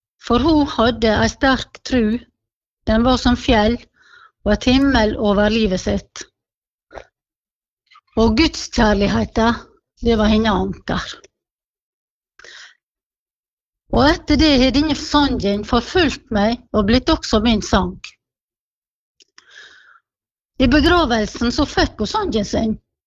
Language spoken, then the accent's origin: Norwegian; Giske, Møre og Romsdal, Norway; born or raised there; now in Sykkylven, Norway